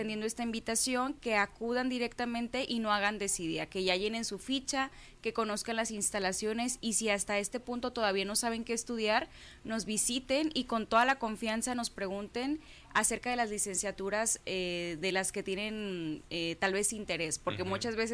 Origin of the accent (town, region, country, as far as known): Mexico